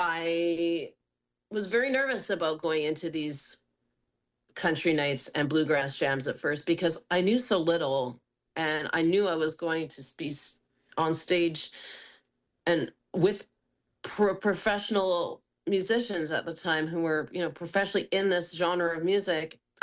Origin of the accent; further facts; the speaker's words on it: Quebec, Canada; moved away; that was actually taking place in Montreal, where I was still living at the time, because I'm originally from Quebec.